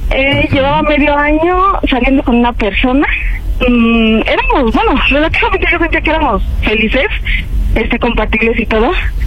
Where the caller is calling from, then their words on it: State of Mexico, Mexico; Tengo 35 años y soy del Estado de México